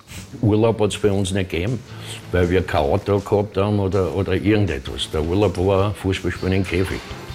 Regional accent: Simmering, Vienna, Austria; Ich bin aufgewachsen in Simmering.

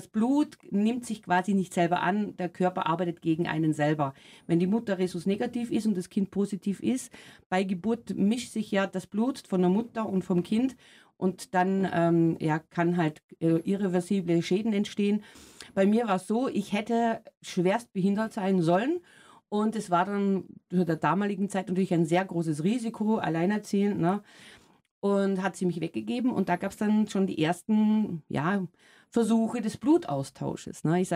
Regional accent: Carinthia, Austria; born there; moved away as an adult; also born or lived in Germany

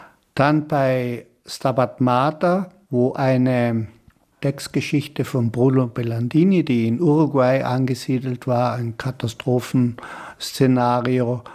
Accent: Kötschach-Mauthen, Carinthia, Austria; dass ich in Kötschaft-Mauthen in Kärnten, wo ich herkomme, der Erbe meiner Tante bin.

